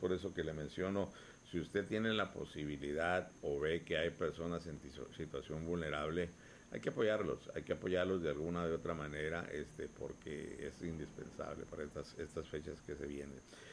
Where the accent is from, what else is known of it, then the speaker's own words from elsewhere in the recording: Mexico; Como buenos mexicanos nos divertimos.